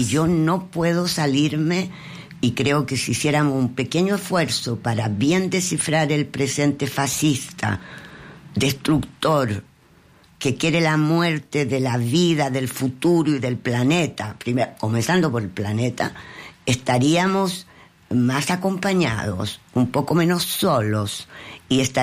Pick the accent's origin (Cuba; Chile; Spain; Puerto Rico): Chile; now in France; de reencontrarte en este nuevo estadía en mi país, porque yo tengo 2 territorios